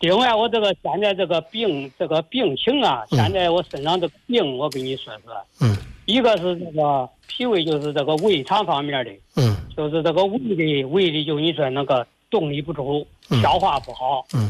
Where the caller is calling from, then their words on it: Zhumadian, Henan, China; 我是这个河南省祖墨店地区，我今年68岁了。